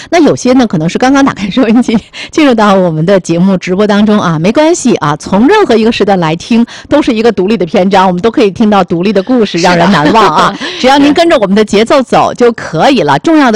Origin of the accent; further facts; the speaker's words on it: Tianjin, China; 我们土生土长的天津人